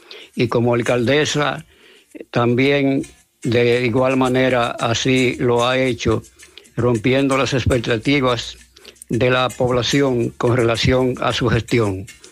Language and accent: Spanish; Las Palomas, Santiago, Dominican Republic; Soy oriundo, nacido y criado aquí en Las Palomas